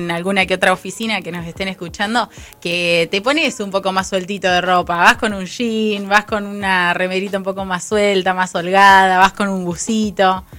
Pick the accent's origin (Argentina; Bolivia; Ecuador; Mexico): Argentina; es algo que nos recontra identifica como argentinos